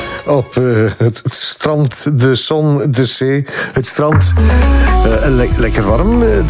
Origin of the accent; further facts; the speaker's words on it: Lummen, Flanders, Belgium; moved away; Ik ben Limburger van origine, hè?